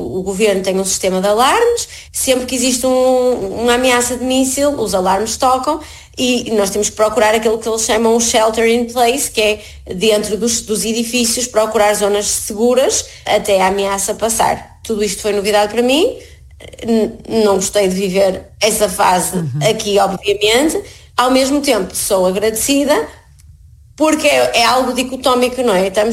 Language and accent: Portuguese; Portugal; moved away as an adult; now in Abu Dhabi, United Arab Emirates; eu enquanto portuguesa, pensei e achei, e assim fui criada